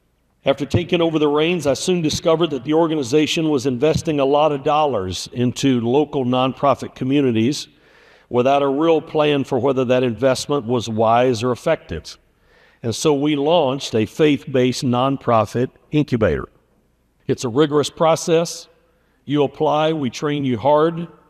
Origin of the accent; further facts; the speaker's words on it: Appalachia, United States; I grew up in Appalachia where gospel and country music reigned.